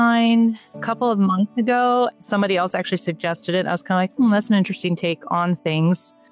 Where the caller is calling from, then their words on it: Denver, Colorado, United States; Denver, Colorado.